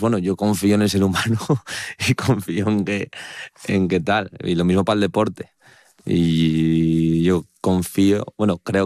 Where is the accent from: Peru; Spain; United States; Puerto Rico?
Spain; Gijón, Asturias; yo soy el primero que habla amestado, como dices tú, que habla mezclado, y soy de Gijón